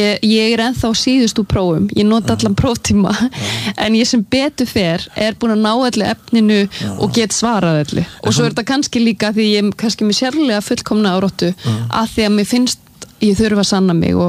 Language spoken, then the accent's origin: Icelandic; Sweden; ég alinn upp í Svíþjóð alinn upp við að læra 2 tungumál sama tíma